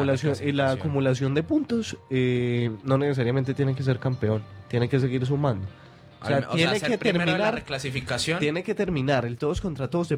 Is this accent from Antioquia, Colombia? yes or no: yes; Fredonia, Antioquia, Colombia; de donde yo soy, del municipio de Fredonia